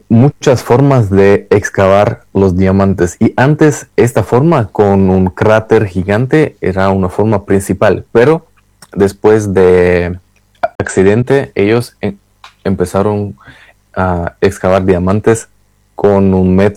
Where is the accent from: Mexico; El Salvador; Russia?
Russia; Spanish is a second language; now in Saint Petersburg, Russia; Yo soy como ciudadano ruso